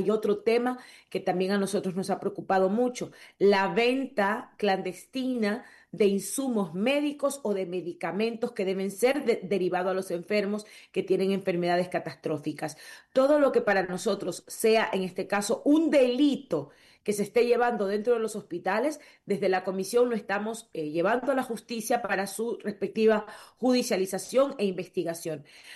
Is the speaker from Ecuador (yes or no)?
yes; Quinindé, Esmeraldas, Ecuador; de la ciudad donde soy, de Quinindé